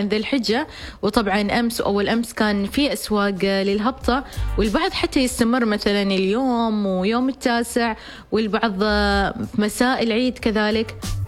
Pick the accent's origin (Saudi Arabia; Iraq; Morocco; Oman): Oman; من الأشياء اللي تميزنا نحن كعمانيين